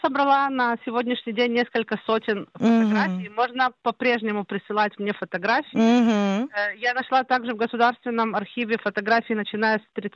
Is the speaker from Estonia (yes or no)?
no; Ukraine; now in Israel; Я сама репатрировалась с Украины